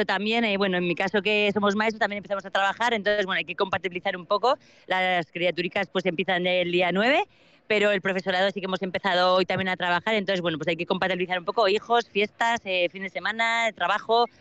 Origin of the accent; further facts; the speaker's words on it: Caparroso, Navarre, Spain; soy de aquí, de Caparroso, de toda la vida